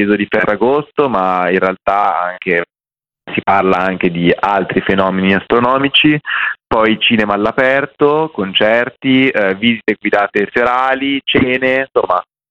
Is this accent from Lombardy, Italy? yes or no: yes; Milan, Lombardy, Italy; Ma io consiglio, io sono di Milano, consiglio assolutamente di andare a Villanecchi.